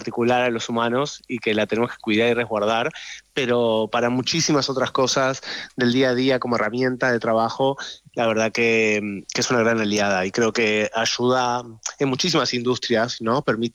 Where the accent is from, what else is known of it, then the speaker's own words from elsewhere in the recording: Argentina; accent: Argentine; Todas las pequeñas partes de la serie las he tenido que hacer con mi acento argentino, pobrecitos, y se tienen que concentrar.